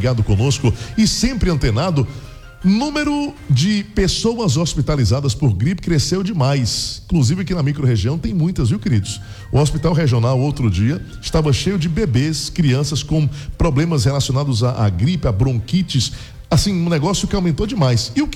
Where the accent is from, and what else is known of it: Brazil